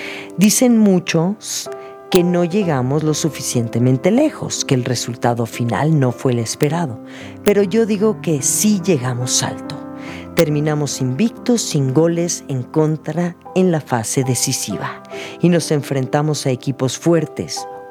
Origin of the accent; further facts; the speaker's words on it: Mexico City, Mexico; soy un músico nacido y criado en la Ciudad de México.